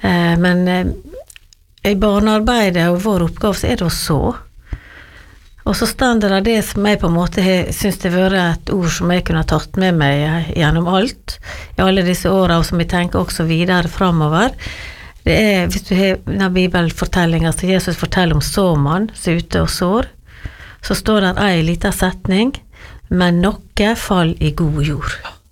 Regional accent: Giske, Møre og Romsdal, Norway; also born or lived in Trondheim; Neida, men jeg sier noe det at jeg vokste opp på Giske da, selv om jeg var nesten 8 år før jeg kom dit, ja.

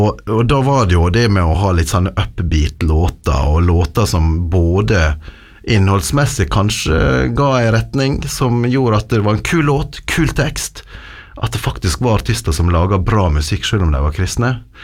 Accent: Volda, Møre og Romsdal, Norway; now in Ålesund, Norway; Født og oppvokst i Volda, og så har jeg jo vært litt rundt i Norges land. Nå bor jeg i Ålesund.

